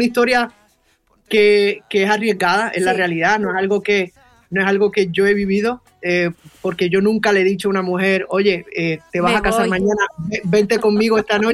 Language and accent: Spanish; Puerto Rico